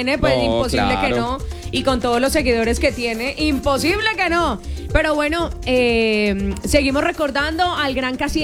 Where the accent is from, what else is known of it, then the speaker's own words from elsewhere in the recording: Garzón, Huila, Colombia; Claro, porque yo soy de Garzón, yo soy del sur.